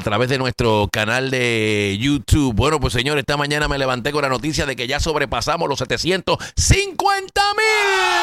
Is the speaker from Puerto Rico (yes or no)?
yes; Puerto Rico; moved away; Porque yo no vivo en Puerto Rico, yo vivo aquí. Me da pena con lo que está pasando en mi isla de Puerto Rico.